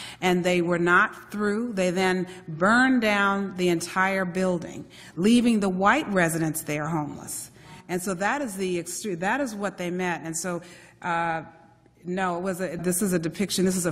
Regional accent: Greece; moved away; You see, I'm an immigrant from Greece, and the book is my story.

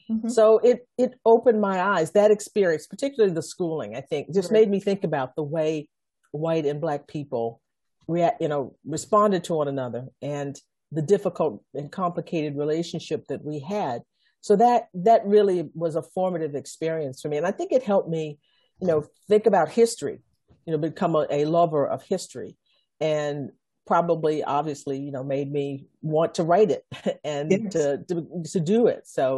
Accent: Texas, United States; I think it was the situation of growing up in a place that was still, you know, engaging in segregation.

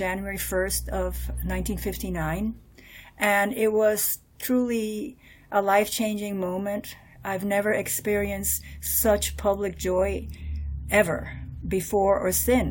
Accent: Cuba; because growing up in Cuba, and I don't know if this is the way it came to me or the way history was actually taught

